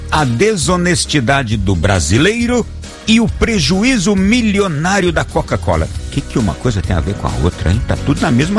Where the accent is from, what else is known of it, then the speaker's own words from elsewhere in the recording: Jesuânia, Minas Gerais, Brazil; um abraço, eu sou daqui de Jesuânia, Minas Gerais.